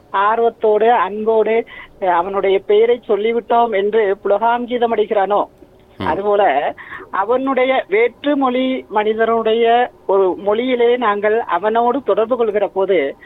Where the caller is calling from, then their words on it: Sri Lanka